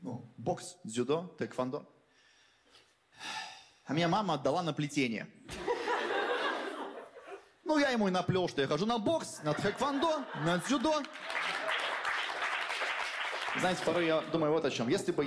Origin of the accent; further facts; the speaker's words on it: Chita, Zabaykalsky Krai, Russia; moved away as an adult; now in Moscow, Russia; Я из Читы, но не все в Москве знают, что есть такой город. И когда я говорю, я из Читы, мне говорят, из какой Читы? Ну, из Читы Романовых, блин.